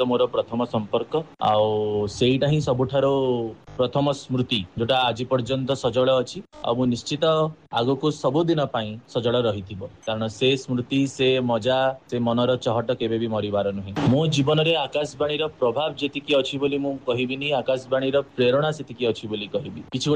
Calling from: Puri, Odisha, India; ଶ୍ରୀକ୍ଷେତ୍ର ପୁରୀରୁ କହୁଛି।

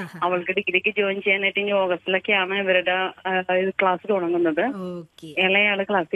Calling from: Kerala, India; ഞാൻ തമ്മത്ത് നിന്നാണ് വിളിക്കുന്നത്.

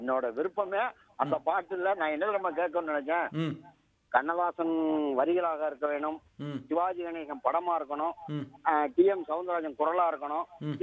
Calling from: Virudhunagar district, Tamil Nadu, India; விருதுநகர் மாவட்டம்.

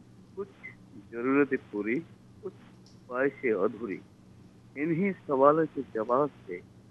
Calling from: Ramkrishna Nagar, Assam, India; मेरा गांव का नाम है राम कृष्ण नगर, डिस्ट्रिक्ट है करीमगंज, आसाम से

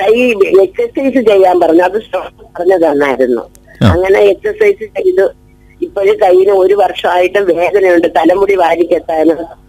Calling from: Peyad, Kerala, India; ഞാൻ പേയാട് നിന്നാണ്.

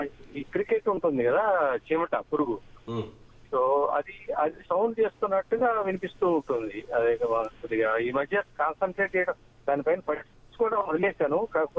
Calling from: Hyderabad, Telangana, India; నేను హైదరాబాద్ నుంచి మాట్లాడుతున్నాను.

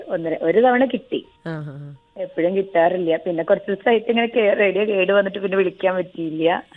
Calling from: Kerala, India; വീട് നാട്ടുകല്ലേ

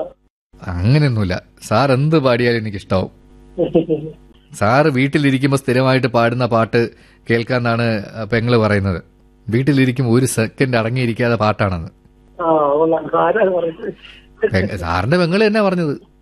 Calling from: Chengannur, Kerala, India

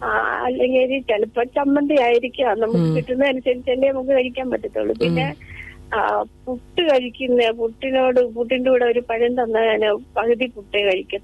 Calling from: Sooranad, Kerala, India; Kollam Sooranad വയ്യാങ്കരയിൽ

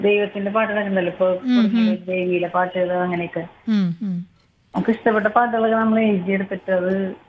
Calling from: Aloor, Kerala, India; Aloor Aloor.

